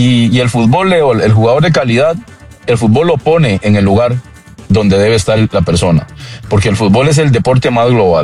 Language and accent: Spanish; Costa Rica; Me voy a involucrar como costarricense